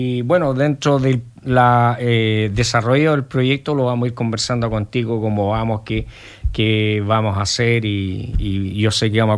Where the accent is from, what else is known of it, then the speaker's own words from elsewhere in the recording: Chile; porque somos chilenos.